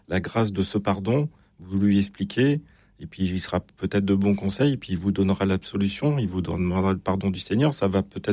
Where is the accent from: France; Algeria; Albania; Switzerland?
France; Brittany; Je suis breton.